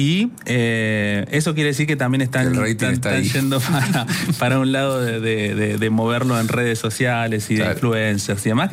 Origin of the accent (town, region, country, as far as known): Argentina